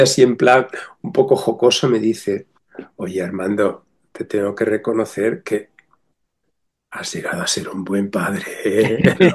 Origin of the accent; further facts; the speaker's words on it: Extremadura, Spain; Soy extremeño profundo, pero no se nota.